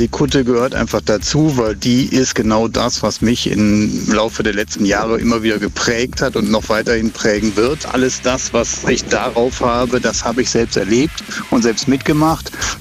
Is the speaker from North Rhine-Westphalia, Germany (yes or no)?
no; Schleswig-Holstein, Germany; Ich komme aus Schleswig-Holstein.